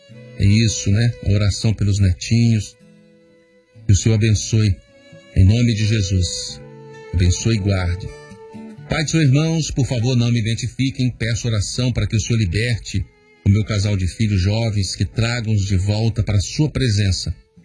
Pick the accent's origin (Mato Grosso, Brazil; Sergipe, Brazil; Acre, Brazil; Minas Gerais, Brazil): Minas Gerais, Brazil; Ponte Nova; Sou de Ponte Nova, Minas Gerais.